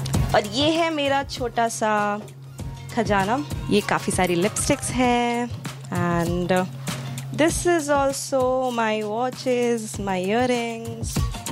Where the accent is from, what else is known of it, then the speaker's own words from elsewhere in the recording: Bihar, India; जैसे हम बिहार से हैं तो.